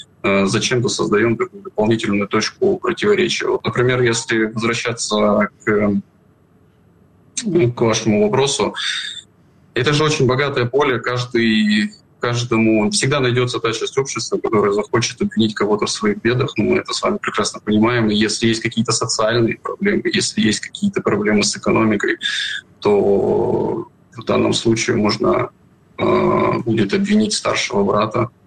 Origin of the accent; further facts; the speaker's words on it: Krasnoyarsk Krai, Russia; Красноярский край. Я из Красноярского края. То есть у нас полуостров Таймыр, 8 этносов проживают из числа коренных малочисленных народов.